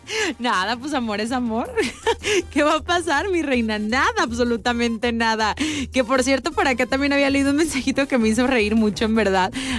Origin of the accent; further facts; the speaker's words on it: Guadalajara, Jalisco, Mexico; born there; Yo nací en Guadalajara.